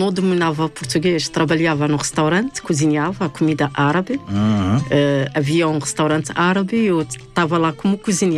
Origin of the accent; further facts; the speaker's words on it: Berkane, Oriental, Morocco; Portuguese is a second language; moved away as an adult; also born or lived in Rabat; Mas cresci na Berkane, uma cidade que faz fronteira com a Argélia, onde que eu estudei, onde que eu cresci com os meus pais.